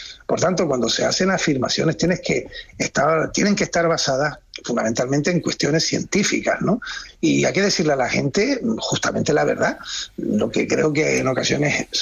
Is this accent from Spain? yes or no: yes; Canary Islands, Spain; Yo soy canario, como bien exponías